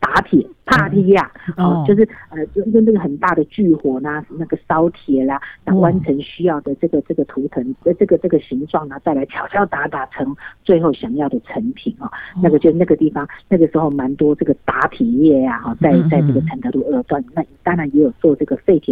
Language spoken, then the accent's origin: Chinese; Taipei, Taiwan; 我小时候在这个地方，从小在这个地方生长，我从小到大的这样的一个记忆啊，这个地方一直都是就是属于住商混合，算是比较繁华的这样的一个都市形态。